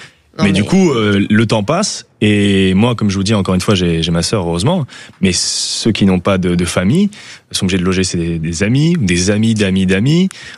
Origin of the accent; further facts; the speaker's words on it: Nice, Provence-Alpes-Côte d'Azur, France; now in Paris, France; Moi, je viens de Nice.